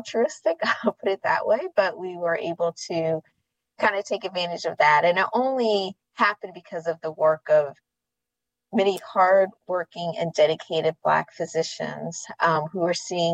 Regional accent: St. Mary's County, Maryland, United States; I grew up in St. Mary's County, but work here at Howard University.

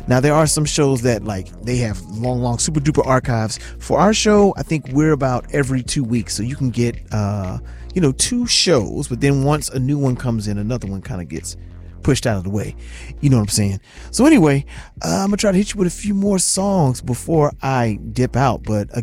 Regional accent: North Carolina, United States; He's representing my home state, North Carolina

